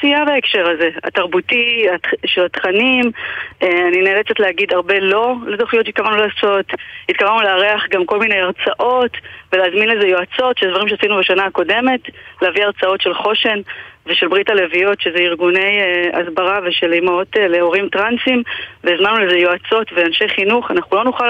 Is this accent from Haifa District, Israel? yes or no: no; Beersheba, Southern District, Israel; אני באר שבעית, אני נולדתי פה